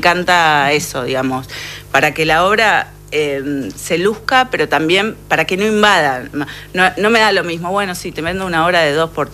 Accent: Buenos Aires, Argentina; Total, encima porteña, que no soy porteña porque soy oriunda de la zona sur del conurbano bonaerense, pero bueno... si te vas un poco más, te tildan de porteño.

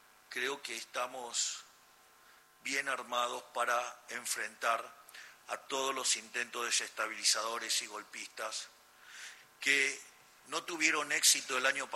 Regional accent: Argentina

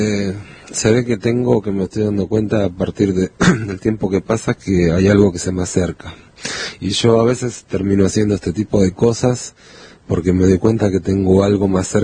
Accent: Lincoln, Buenos Aires Province, Argentina; Y bueno, ahora vivimos un poco acá en Buenos Aires y en Lincoln, en provincia.

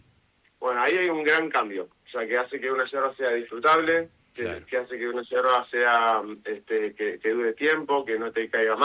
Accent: Buenos Aires, Argentina; Soy una persona de Capital Federal.

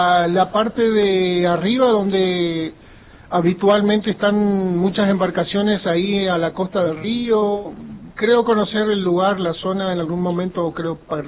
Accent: Formosa, Argentina; born there

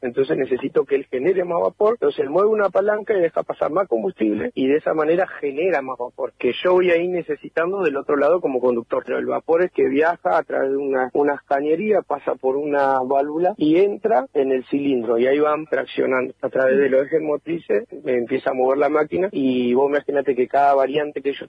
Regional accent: Esquel, Chubut, Argentina; soy el maquinista acá de La Trochita. Soy de Esquel, tengo 37 años.

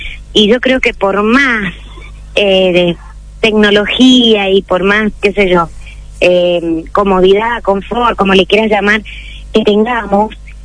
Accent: Mendoza, Argentina; born there; en la zona centro, que es de donde yo soy originaria, porque digamos de donde yo nací en realidad

